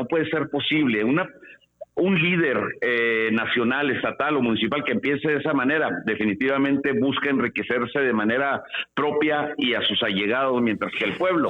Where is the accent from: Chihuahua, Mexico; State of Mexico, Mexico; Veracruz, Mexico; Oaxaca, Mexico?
Chihuahua, Mexico; Delicias; a mí me tocó mucho desde salía de la primaria, acá de donde soy originario, de la ciudad de Delicias